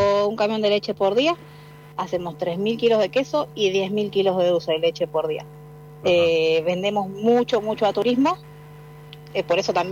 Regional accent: Mercedes, Buenos Aires Province, Argentina; Pero nosotros no somos de Exaltación de la Cruz, somos de Mercedes. Entonces tenemos una horita de viaje a la planta

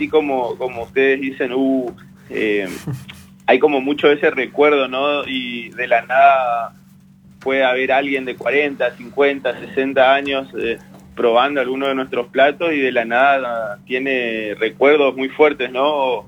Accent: Corrientes, Argentina; Actualmente trabajo en la ciudad de Corrientes. Soy correntino.

